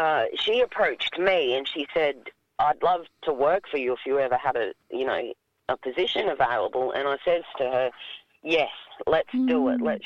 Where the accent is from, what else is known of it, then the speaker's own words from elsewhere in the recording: Queensland, Australia; also born or lived in Uluru, Northern Territory; now in Redcliffe, Australia; I grew up on Turrbal Country in Spurn and now live on Gubba Gubba Land in Redcliffe, Queensland.